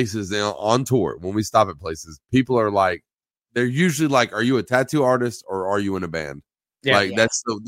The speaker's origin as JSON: {"language": "English", "town": "Greenville", "region": "South Carolina", "country": "United States", "tie": "born or raised there", "said": "my hometown"}